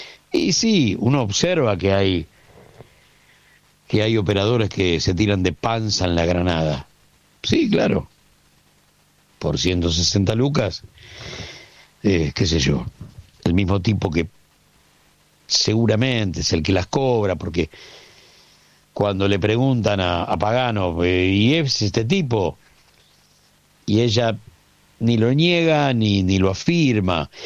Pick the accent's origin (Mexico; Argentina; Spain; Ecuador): Argentina